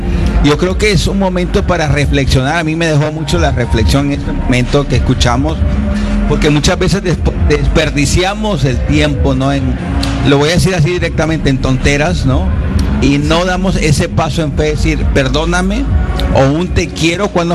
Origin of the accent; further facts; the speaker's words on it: El Salvador; Yo soy de Salvador, yo crecí en Salvador